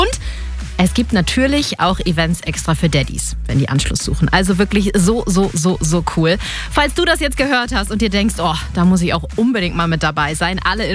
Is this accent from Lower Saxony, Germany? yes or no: yes; Oldenburg, Lower Saxony, Germany; Als ich gesehen habe, was es jetzt bei mir in meiner Heimat Oldenburg absolut mega cooles für Mamas gibt, ist mir so ein bisschen mein Herz aufgegangen